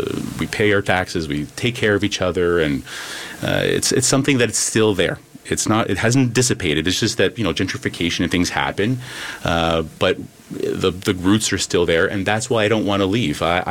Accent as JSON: {"language": "English", "town": "Toronto", "region": "Ontario", "country": "Canada", "tie": "born or raised there", "said": "I've been there since I was 3 years old. I've walked along Ossington before Ossington was really hip. It was all machine shops. You know, my parents were mechanic. My father was a mechanic. I grew up on Gary Avenue, which is now becoming really hip."}